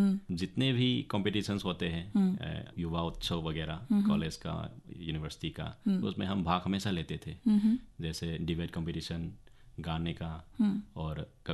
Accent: Manipur, India; मैं खाबा मनिंग लाइकाई से हूँ, पीओ मंत्री पुखरी

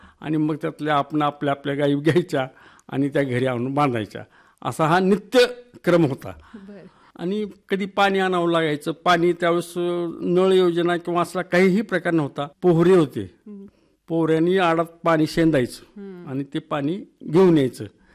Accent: Shindala, Maharashtra, India; also born or lived in Wadgaon Siddheshwar, Dharashiv / Belkund; माझी मावशी ही औसा तालुक्याची शिंदळा म्हणून गाव आहे, त्या गावामध्ये माझं लहानपण गेलं. मी तिथं 4th पर्यंत शाळा होती. शिंदळाला मी 4th पर्यंत शिकलो आणि 5वी व 6वी बेलकुंडला शिकलो.

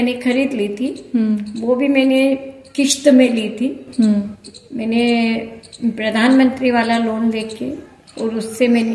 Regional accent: Indore, Madhya Pradesh, India; moved away as an adult; मैं इंदौर से हूँ, वैसे मेरा मायका इंदौर का है

